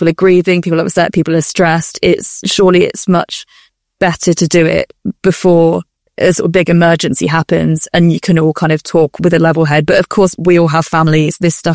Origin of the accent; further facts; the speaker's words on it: United Kingdom; we're British.